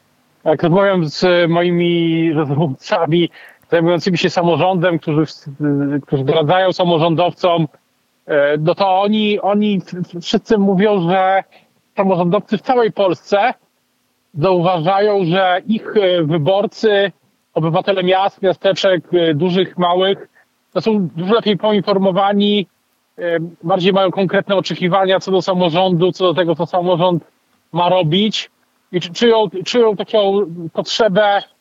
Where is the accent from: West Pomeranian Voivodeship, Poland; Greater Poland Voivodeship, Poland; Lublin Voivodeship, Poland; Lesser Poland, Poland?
Lesser Poland, Poland; Kraków; No i tak jak pan wspomniał, rzeczywiście jestem z Krakowa, urodziłem się tutaj, więc jestem dzisiaj u siebie.